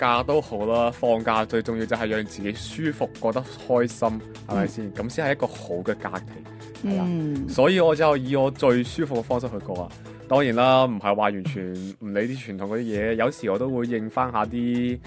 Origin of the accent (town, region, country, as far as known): Macau